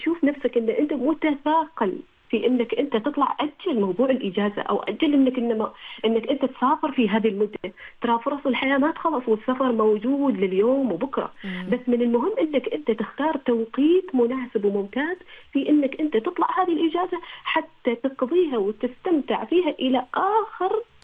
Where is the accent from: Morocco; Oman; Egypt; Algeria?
Oman; فقلنا لهم نحن من عمان